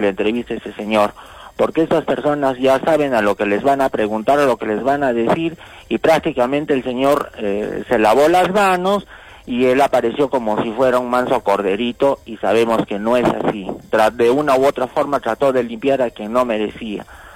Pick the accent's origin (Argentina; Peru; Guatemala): Peru; tenemos vergüenza de decir somos peruanos, tenemos vergüenza del idioma